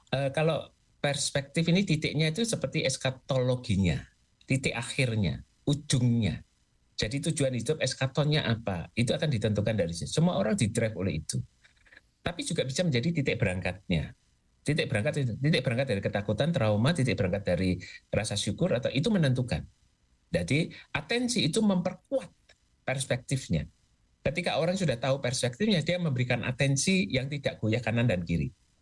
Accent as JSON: {"language": "Indonesian", "region": "Java", "country": "Indonesia", "said": "Apalagi kita, orang Jawa itu punya yang namanya ruang roso."}